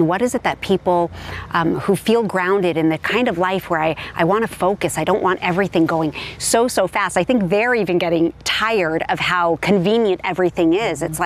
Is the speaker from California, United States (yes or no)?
yes; Hollywood, California, United States; there's a lot of us that had great experiences growing up in Hollywood, really.